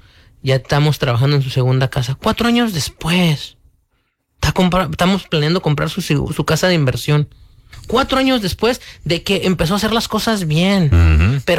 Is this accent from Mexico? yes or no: yes; Mexico; now in United States; yo amo mi México, soy mexicano, pero estoy mejor aquí